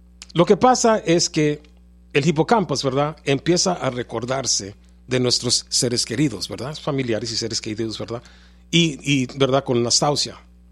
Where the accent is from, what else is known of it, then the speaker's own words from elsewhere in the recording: California, United States; yo crecí en California como niño, ¿verdad?, y yo aprendí, ¿verdad?, Budismo.